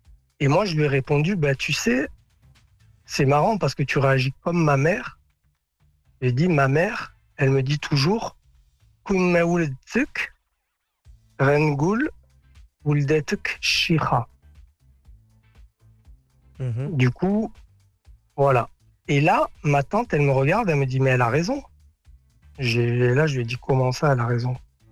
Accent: Beni Mellal, Béni Mellal-Khénifra, Morocco; Et là, je revois les images de quand j'étais gamin, qu'on était au Gdem El Bab à Bni Mellal, sur Bouachouch, et où je comprenais pas pourquoi.

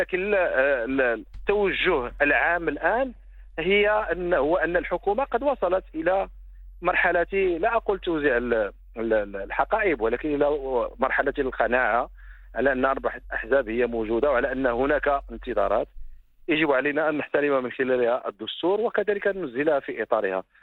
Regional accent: Morocco; من أجل خدمة بلدي المغرب من طنجة إلى الكويت

